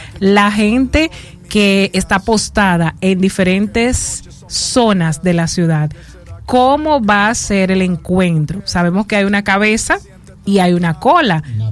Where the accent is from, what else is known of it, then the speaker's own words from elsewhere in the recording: Dominican Republic; como dominicanos que somos